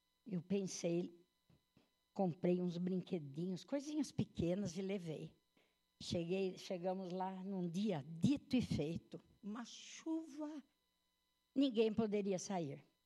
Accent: Dois Córregos, São Paulo, Brazil; eu sou natural de Dois Córregos, né?

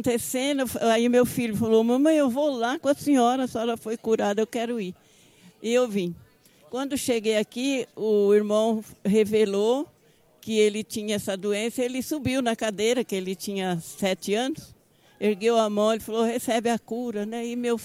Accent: Paiol, Brazil; Eu sou do Paiol.

